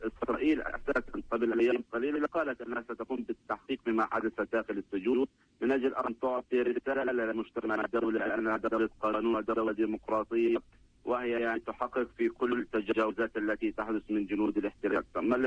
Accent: Gaza Strip, Palestine; لأنه لا يوجد متسع أساسا لا للمستوطنين ولا لنا نحن كابناء قطاع غزة.

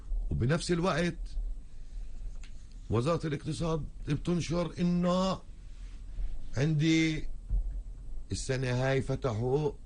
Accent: Palestine; أنا موجود في بلدي بكرامتي بعيلتي بشرفي

